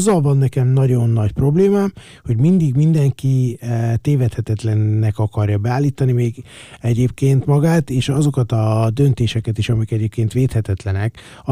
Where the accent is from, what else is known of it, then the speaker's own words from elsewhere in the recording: Hungary; magyarok vagyunk, nem?